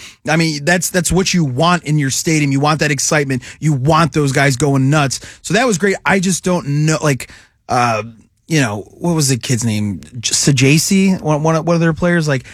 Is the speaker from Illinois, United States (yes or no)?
yes; Chicago, Illinois, United States; being born and raised in Chicago